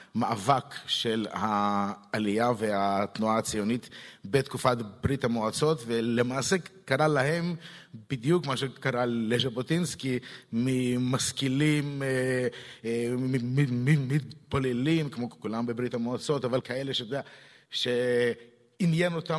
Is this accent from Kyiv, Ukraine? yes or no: no; Odesa, Odesa Oblast, Ukraine; now in Israel; אני גדלתי באודסה, זאת אומרת, הנופים של חמשתם הם תבנית נוף מולדתי איפשהו.